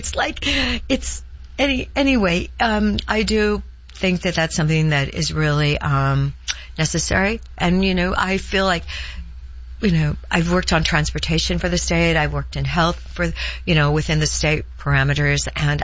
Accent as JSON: {"language": "English", "town": "Heppner", "region": "Oregon", "country": "United States", "tie": "born or raised there", "said": "I grew up when we actually had 300 more lumber mills in the state. I was from Heppner. We had the Kinzu Mill."}